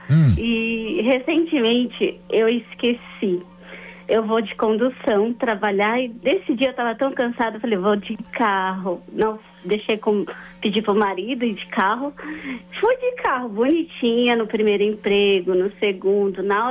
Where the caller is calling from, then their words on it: São Paulo, Brazil; falo de São Paulo.